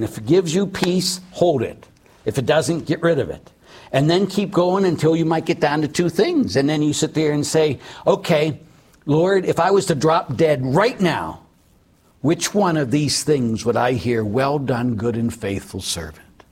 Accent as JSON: {"language": "English", "town": "Erie", "region": "Pennsylvania", "country": "United States", "said": "I'm from Erie, PA"}